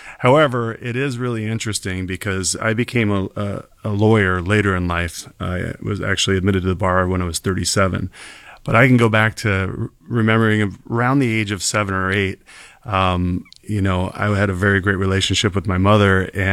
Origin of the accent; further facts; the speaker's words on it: Nebraska, United States; moved away as an adult; now in Western New York, United States; I grew up in the middle of Nebraska. When I tell people that in the workshop, I get a couple chuckles, which I appreciate because you don't meet a lot of Nebraskans in Western New York. But I grew up in Nebraska, a small farming community